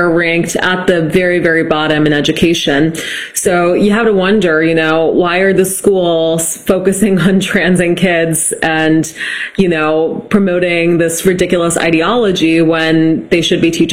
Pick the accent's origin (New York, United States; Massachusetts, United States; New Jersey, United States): Massachusetts, United States; I mean, I'm from Massachusetts, which actually does have very good scho